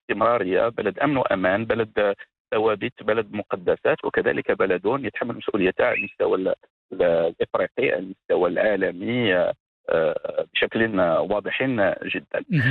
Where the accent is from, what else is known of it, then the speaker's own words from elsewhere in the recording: Morocco; وهي الملكية التي نتوحد جميعا كمغاربة حولها